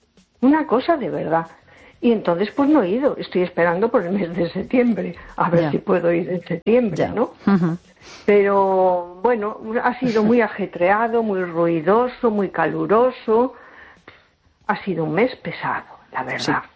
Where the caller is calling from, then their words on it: A Coruña, Galicia, Spain; Hola, buenas noches … de Coruña.